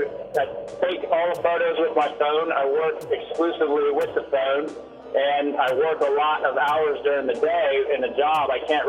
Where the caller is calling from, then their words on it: Virginia, United States; Out here in Virginia.